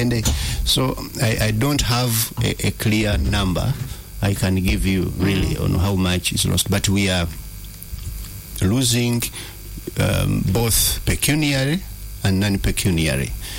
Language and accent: English; Central Region, Uganda; I grew up in Butambala. I go back to Butambala and I see the change.